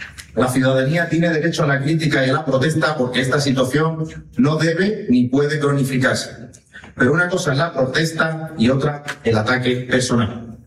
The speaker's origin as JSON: {"language": "Spanish", "region": "Ceuta", "country": "Spain", "tie": "born or raised there", "said": "Nadie debería haber olvidado que yo soy de Ceuta y que esta ciudad se duele desde la Cabidilla hasta el Hacho. Aquí nací, estudié, aquí trabajo y aquí están mi familia, amigos y mi mujer."}